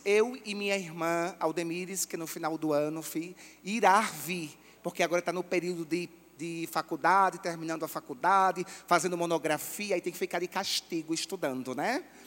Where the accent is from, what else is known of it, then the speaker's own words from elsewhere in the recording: Northeast Region, Brazil; Eu e o padre Marcelo somos daqui mesmo, né? Somos nordestinos.